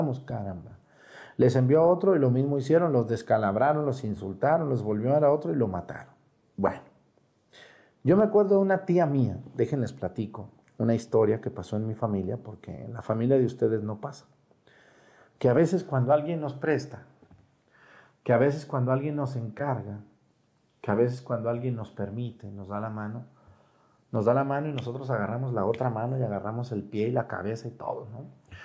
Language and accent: Spanish; Mexticacán, Jalisco, Mexico; moved away; ese señor tenía un rancho ahí cerca de mi pueblo, en Mexicacán.